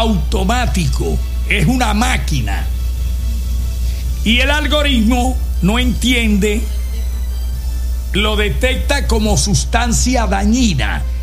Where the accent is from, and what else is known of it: Venezuela